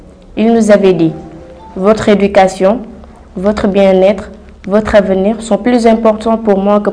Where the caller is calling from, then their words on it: Guédiawaye, Dakar, Senegal; J'habite à Guédiaway. J'ai intégré le Dar Mam Diarra de Porokhane en 2005. J'avais 6 ans.